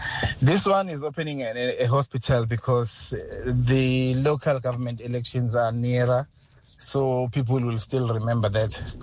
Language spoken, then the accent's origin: English; Randburg, Gauteng, South Africa; from Randburg.